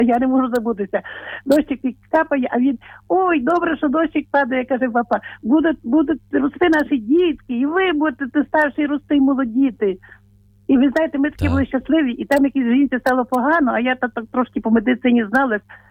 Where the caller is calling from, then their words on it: Lviv, Lviv Oblast, Ukraine; Я зі Львова